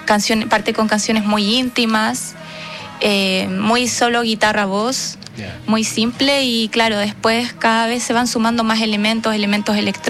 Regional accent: Talca, Maule, Chile; que fui recopilando yo misma en mi región, soy del Maule.

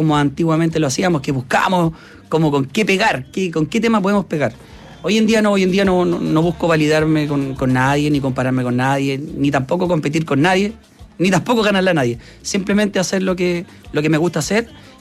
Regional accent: Quinta Normal, Santiago Metropolitan Region, Chile; born or raised there; now in Lampa, Chile

